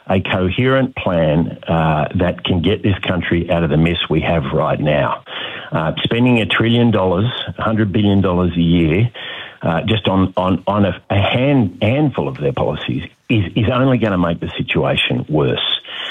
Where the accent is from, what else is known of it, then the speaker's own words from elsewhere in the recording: New South Wales, Australia; I'm not from Victoria, obviously. I'm from New South Wales. But watching it from the north, I mean, it's extraordinary.